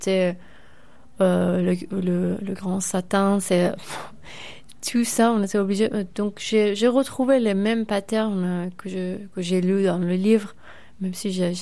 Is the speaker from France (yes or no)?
no; Iran; Oui, ma première fois que je suis sortie de l'Iran, J'avais seulement 8 ans et demi. Mon premier voyage, c'était en Espagne. Déjà à l'aéroport, j'ai compris que en Iran, on vit complètement, nos vies sont différentes.